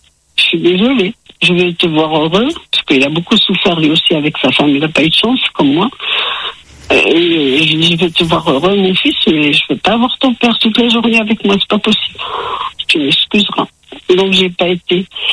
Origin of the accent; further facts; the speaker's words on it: Italy; que je reprenne mon nom de jeune fille, parce que je suis italienne